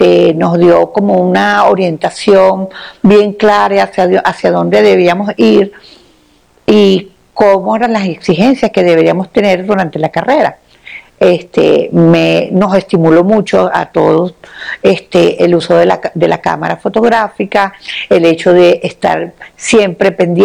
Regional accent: Caracas, Capital District, Venezuela; also born or lived in Valencia, Venezuela; yo soy una mujer urbana, yo vivo en Caracas, yo nací en Valencia, pero yo estoy en Caracas desde que tengo 6 años

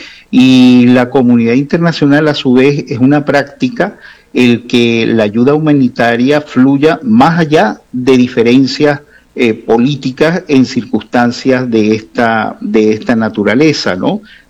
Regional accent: Venezuela

